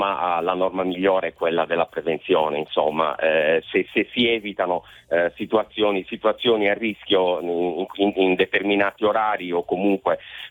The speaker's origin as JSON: {"language": "Italian", "region": "Sardinia", "country": "Italy", "tie": "born there", "said": "da quando siamo nati in Sardegna"}